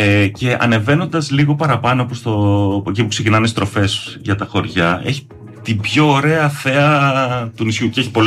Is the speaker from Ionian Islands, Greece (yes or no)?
yes; Ithaca, Ionian Islands, Greece; also born or lived in Astakos; Είμαι Κουρλοθιακός. Κατά το ίμιση. Κατά το άλλο μισό είμαι από τον Αστακό.